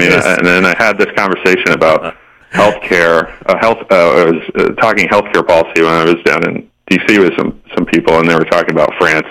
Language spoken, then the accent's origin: English; New Hampshire, United States; well, I am from New Hampshire.